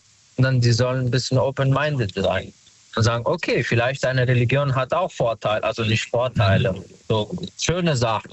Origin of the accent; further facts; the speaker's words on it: Wiesbaden, Hesse, Germany; Weil sie kommt aus Syrien. Ich komme aus Wiesbaden.